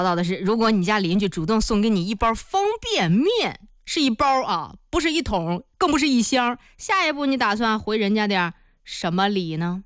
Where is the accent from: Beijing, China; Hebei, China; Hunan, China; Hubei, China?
Hebei, China; Zhengding; 我老家正定的